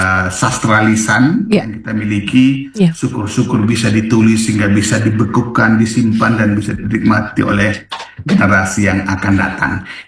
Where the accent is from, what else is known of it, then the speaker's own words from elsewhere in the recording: East Nusa Tenggara, Indonesia; Karena ini adalah bagian dari identitas kita sebagai orang Sumba gitu.